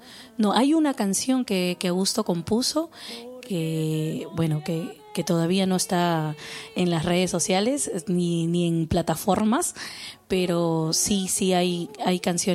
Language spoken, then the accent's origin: Spanish; Lima, Peru; tuve eso de la música criolla, esta de antaño también, que aprendí mucho por el barrio, porque yo soy nacida en Barrios Altos.